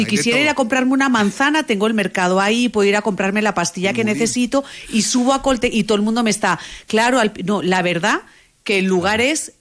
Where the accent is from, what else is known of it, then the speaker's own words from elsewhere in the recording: Spain; now in Medellín, Colombia; Yo como española no clasifico entonces para que me suban el sueldo.